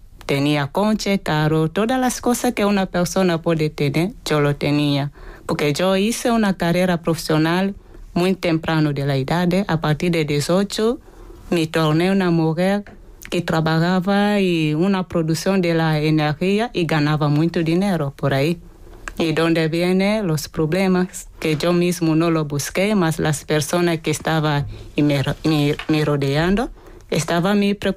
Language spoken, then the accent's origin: Spanish; Angola; Yo vengo de Angola. Uh-huh. Mi ciudad se llama Ricabinda.